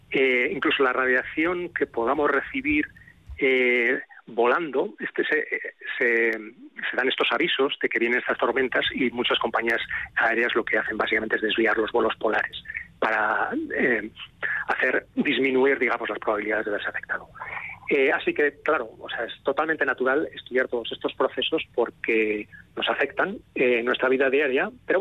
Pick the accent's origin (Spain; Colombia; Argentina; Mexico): Spain; Pamplona, Navarre; soy de Lodosa, en realidad son mis padres, yo soy de Pamplona, y mis abuelos